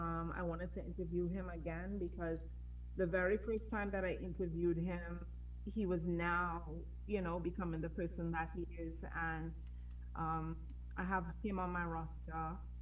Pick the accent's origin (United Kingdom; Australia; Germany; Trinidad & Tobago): Trinidad & Tobago; moved away; also born or lived in United States; I'm from Trinidad and Tobago.